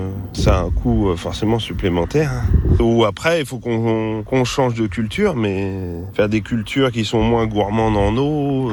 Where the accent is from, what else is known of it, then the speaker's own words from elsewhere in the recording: Normandy, France; ou après l'irrigation, quoi, qu'on connaissait pas chez nous en Seine-Maritime.